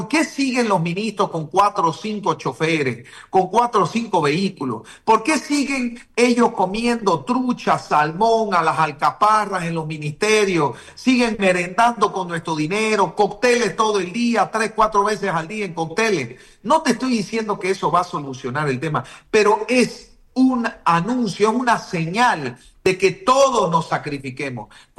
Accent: Bolivia; nosotros como ciudadanos, como familia boliviana

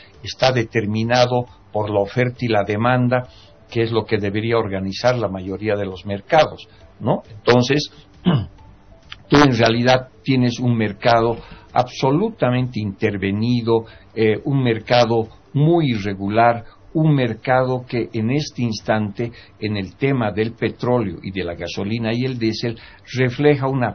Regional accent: Bolivia

